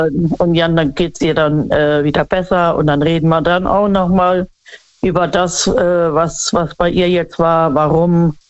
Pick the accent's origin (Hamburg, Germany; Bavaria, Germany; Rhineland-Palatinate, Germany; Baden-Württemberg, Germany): Rhineland-Palatinate, Germany; Idar-Oberstein; Ja, ich komme aus Idar-Oberstein.